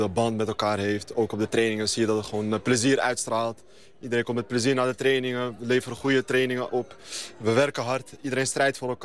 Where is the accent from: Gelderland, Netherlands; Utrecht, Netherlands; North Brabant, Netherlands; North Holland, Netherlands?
North Holland, Netherlands; Amsterdam; Maar nee, ik kom uit Amsterdam. Ik heb heel lang bij DWS gevoetbald.